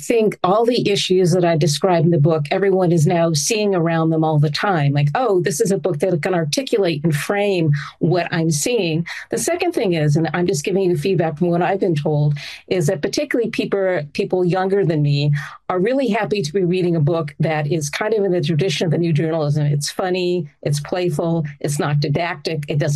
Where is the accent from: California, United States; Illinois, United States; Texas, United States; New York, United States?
California, United States; Pasadena; I grew up in Southern California, in Pasadena, which is around the whole Caltech JPL STEM culture.